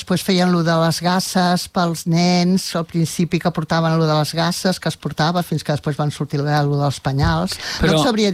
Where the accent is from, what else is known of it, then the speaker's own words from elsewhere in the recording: La Rierada, Catalonia, Spain; also born or lived in Molins de Rei; jo vaig néixer a la Rierada, vaig anar a escola a la Rierada